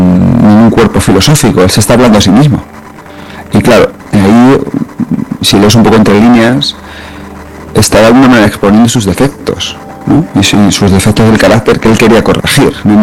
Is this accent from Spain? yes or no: yes; Manzanares, Castilla-La Mancha, Spain; Yo soy un pueblo de Ciudad Real muy chiquitín, de Manzanares. No tan chiquitín, somos 15.000-18.000.